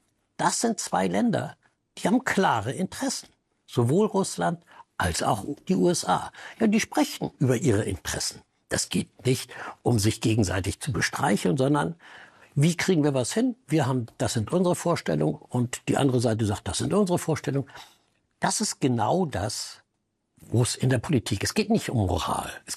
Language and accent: German; Germany